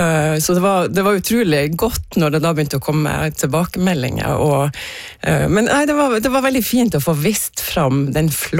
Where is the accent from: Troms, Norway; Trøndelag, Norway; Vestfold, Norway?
Troms, Norway; moved away as an adult; det er veldig spesielt å skulle få vise frem heimplassen sin